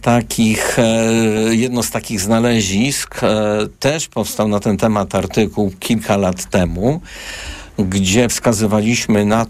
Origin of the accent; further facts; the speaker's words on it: Warsaw, Masovian Voivodeship, Poland; Nie wiem, czy mogę o tym mówić, ale chyba mogę jako warszawiak.